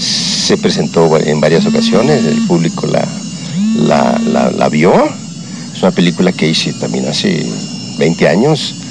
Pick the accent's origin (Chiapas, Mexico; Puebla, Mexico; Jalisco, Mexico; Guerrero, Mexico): Guerrero, Mexico; En mi caso, como guerrerense, además me considero como guerrerense echado para adelante, con un trabajador, con mucho esfuerzo, todo lo que somos guerrerenses